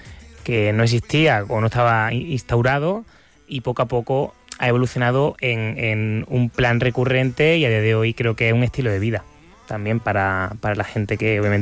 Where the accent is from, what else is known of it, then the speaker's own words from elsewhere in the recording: Córdoba, Andalusia, Spain; moved away as an adult; now in Barcelona, Spain; yo soy del sur, llevo aquí ya casi 9 años.